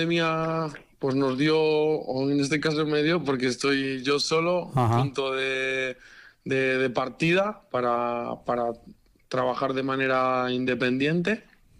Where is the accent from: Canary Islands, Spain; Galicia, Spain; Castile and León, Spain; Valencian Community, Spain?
Galicia, Spain; now in Basque Country, Spain; Yo soy gallego.